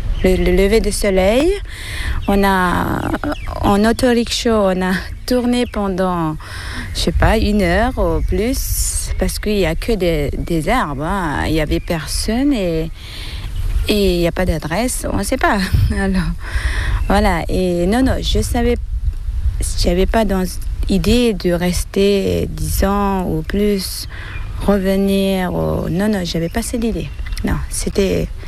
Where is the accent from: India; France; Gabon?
India; South India; born there; French is a second language; moved away as an adult; also born or lived in Auroville, India; je suis née en Inde, sud de l'Inde. Et j'ai, comment on dit ça, à l'époque, comme tous les Tibétains sont réfugiés, on est presque tout le monde, tout le monde sont pauvres